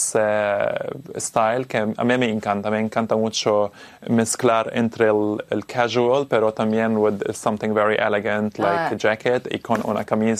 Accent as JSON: {"language": "Spanish", "town": "Milan", "region": "Lombardy", "country": "Italy", "second_language": "Spanish", "moved": "yes"}